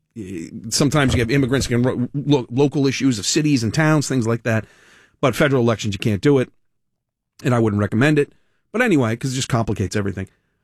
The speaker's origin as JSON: {"language": "English", "town": "Providence", "region": "Rhode Island", "country": "United States", "tie": "born there", "said": "I was born in Women and Infants Hospital in Providence."}